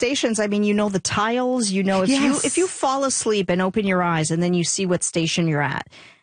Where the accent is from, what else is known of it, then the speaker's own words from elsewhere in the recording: Montreal, Quebec, Canada; I'm born and raised in the East End